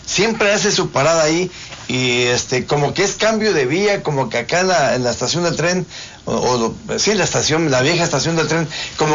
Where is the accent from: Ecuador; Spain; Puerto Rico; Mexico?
Mexico; Ciudad Victoria, Tamaulipas; born there; Yo nací aquí en Victoria.